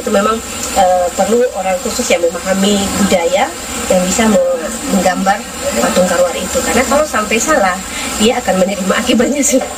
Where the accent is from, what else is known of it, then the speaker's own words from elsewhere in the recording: Biak, Papua, Indonesia; kalau di Biak, orang-orang tua itu di kampung aku tuh masih ada beberapa patung yang ditaruh di dalam rumah.